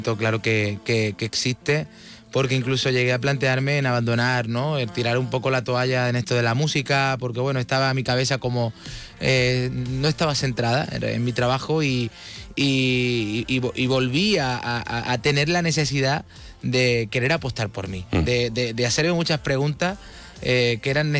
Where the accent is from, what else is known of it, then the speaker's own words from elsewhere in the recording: Andalusia, Spain; Soy andaluz y eso lo llevo siempre por bandera.